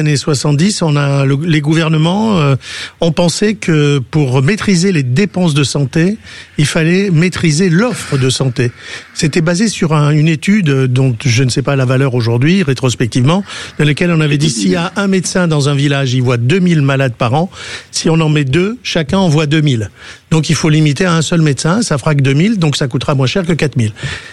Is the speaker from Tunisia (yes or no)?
yes; Tunisia; moved away; Moi, je viens de Tunisie